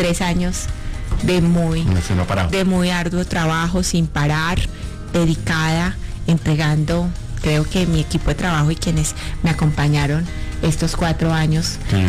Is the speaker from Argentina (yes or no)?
no; Yacopí, Cundinamarca, Colombia; Y en este transitar de mi vida, crecí en Yacopí, Cundinamarca, que también queda a 6 horas, y conozco pues de todas estas necesidades.